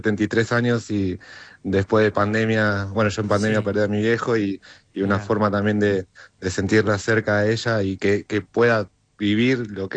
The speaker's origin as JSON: {"language": "Spanish", "town": "Florencio Varela", "region": "Buenos Aires Province", "country": "Argentina", "said": "yo soy de Francio Varela, entonces por suerte me quedaba cerca."}